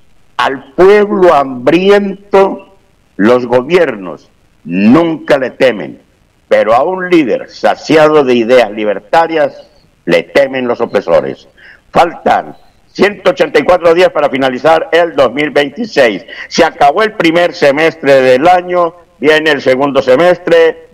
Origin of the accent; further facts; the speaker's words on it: Guadalajara, Jalisco, Mexico; now in Colombia; mi tierra Guadalajara